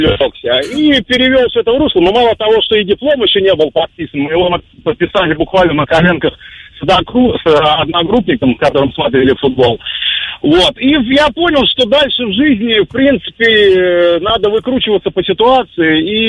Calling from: Vologda, Vologda Oblast, Russia

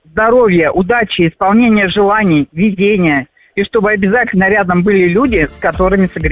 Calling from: Novokuznetsk, Kemerovo Oblast, Russia; Я из Новокузнецка.

